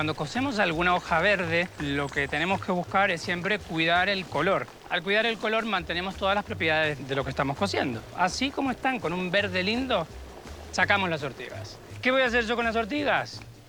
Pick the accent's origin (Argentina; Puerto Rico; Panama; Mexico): Argentina; moved away; algunas cosas de mi tierra, de Argentina